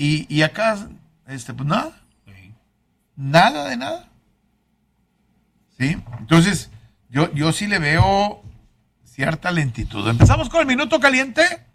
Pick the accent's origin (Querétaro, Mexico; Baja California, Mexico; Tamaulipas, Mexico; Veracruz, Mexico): Tamaulipas, Mexico; Reynosa; now in Monterrey, Mexico; yo soy de Reynosa.